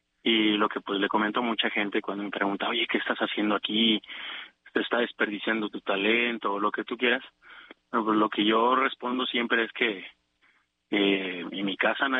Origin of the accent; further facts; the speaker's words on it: Mazatlán, Sinaloa, Mexico; yo que vengo de Mazatlán